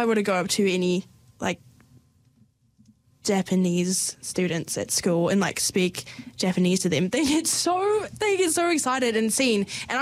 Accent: New Zealand; also born or lived in Middle East; because I grew up in the Middle East, I didn't really have much connection to my tuakiri Māori. And then coming to New Zealand and learning about my language

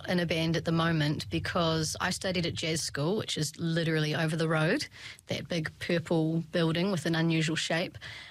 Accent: Christchurch, Canterbury, New Zealand; born and raised in Christchurch.

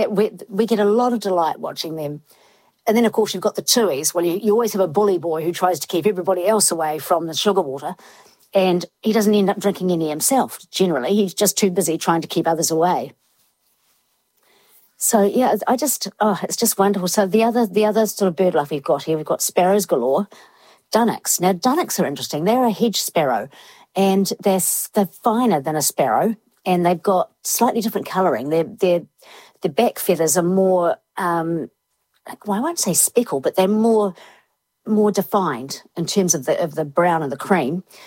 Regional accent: Invercargill, Southland, New Zealand; I remember growing up in Invercargill

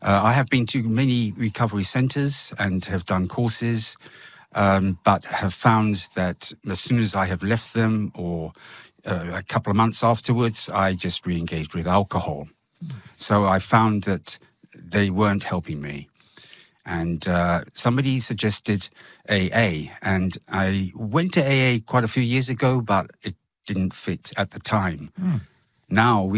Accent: London, United Kingdom; And but I was raised in London. I went to grammar schools, wore the uniforms, had the briefcase, did my O levels

